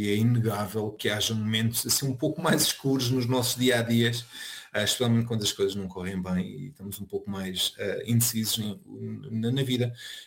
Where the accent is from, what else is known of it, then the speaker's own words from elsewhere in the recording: Portugal; moved away; A decisão de ficar longe de Portugal é muito mais complicada, não é? É nós percebermos que saímos de Portugal e vamos para uma aventura e depois ao fim de algum tempo decidimos ficar longe de Portugal.